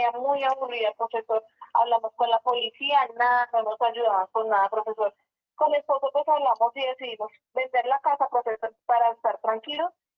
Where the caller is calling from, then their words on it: Nocaima, Cundinamarca, Colombia; me estoy llamando desde Locaima, Cundinamarca.